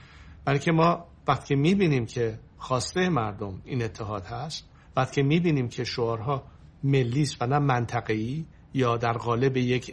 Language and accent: Persian; Iran; ایران منه